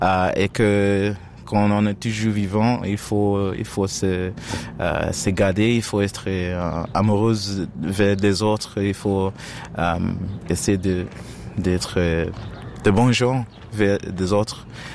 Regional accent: Zimbabwe; moi je viens du Zimbabwe, donc dans notre tradition, c'est ça veut dire que si quelqu'un est mort, elle devient un ancêtre qui va garder ta vie vraiment comme un ange.

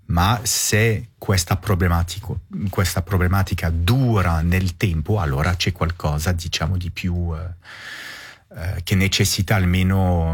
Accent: Romandy, Switzerland; first language French; Italian is a second language; Essendo svizzero francese, francofono

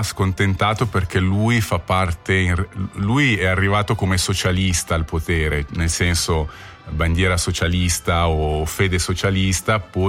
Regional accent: Lugano, Ticino, Switzerland; io devo dire che sono nato e cresciuto a Lugano, dunque veramente la radice svizzera italiana è molto forte, però è vero che comunque anche la parte francese è lì

